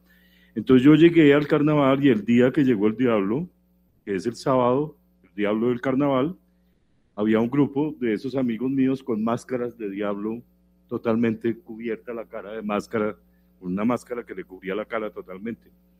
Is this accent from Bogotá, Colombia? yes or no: yes; Bogotá, Colombia; Yo soy bogotano, ¿no? Y, digamos, también tímido. Y en esa época era mucho más tímido y mucho más bogotano también.